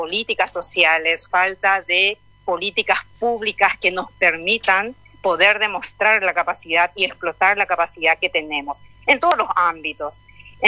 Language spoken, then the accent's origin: Spanish; Paraguay; first language Guarani; Spanish is a second language; Yo tuve que comenzar a aprender, por ejemplo, el castellano, o sea, que mi lengua materna es el guaraní. Recién cuando migro a la ciudad, a los 15 años, yo migré para poder trabajar como todo joven migrante campo-ciudad en Paraguay.